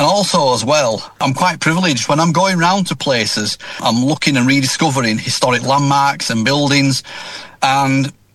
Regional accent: Thornhill Lees, Yorkshire and the Humber, United Kingdom; And with growing up in Thornhill Lees, I started there, really. I mean, the park behind the house where I grew up used to be a kiln and bottle factory.

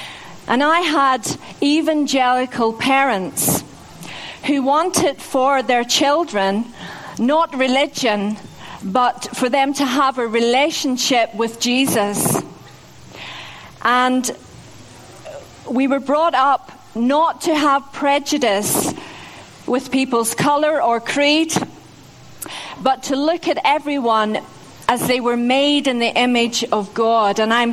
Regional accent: South West England, United Kingdom; accent: North Devon; my North Devon accent

